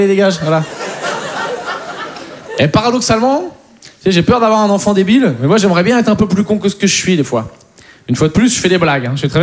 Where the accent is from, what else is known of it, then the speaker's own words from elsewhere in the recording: Poitiers, Nouvelle-Aquitaine, France; Mais moi, je viens de Poitiers, j'ai un pote, c'est un Kiki.